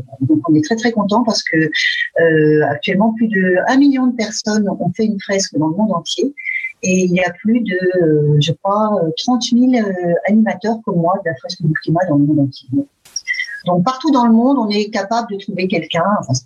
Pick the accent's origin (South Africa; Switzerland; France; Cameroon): France; moved away as an adult; now in Frankfurt am Main, Germany; je suis française et je vis à Francfort-sur-le-Main depuis 8 à 9 ans. Voilà. Je me suis installée parce que mon mari travaille à Francfort.